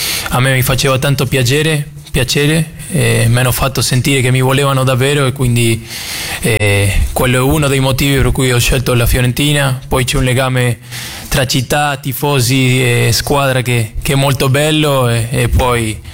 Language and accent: Italian; Argentina; Italian is a second language; moved away as an adult; now in Florence, Italy; siamo tutti e due di Argentina